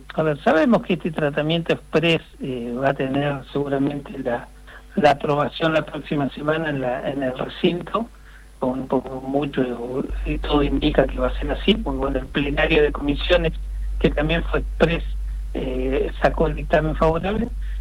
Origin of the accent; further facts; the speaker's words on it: Neuquén, Argentina; Sí, la verdad es que nosotros somos neuquinos.